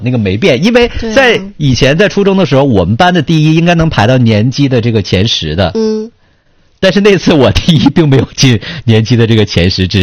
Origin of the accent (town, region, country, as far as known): Northeast China, China